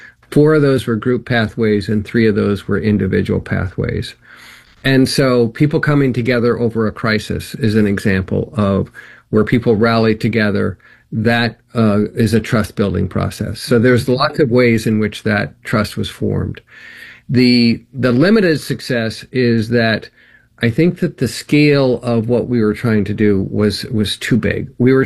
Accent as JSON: {"language": "English", "region": "Indiana", "country": "United States", "tie": "born or raised there"}